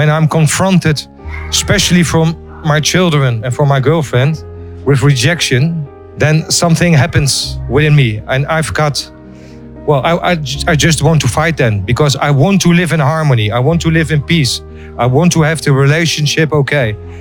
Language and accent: English; Netherlands; I'm coming from Holland.